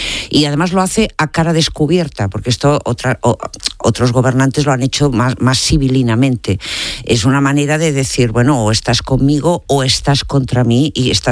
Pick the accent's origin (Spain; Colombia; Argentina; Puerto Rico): Spain; Catalonia; y hablo como catalana, no siempre que un privilegio vaya a un gobierno, no siempre beneficia al ciudadano.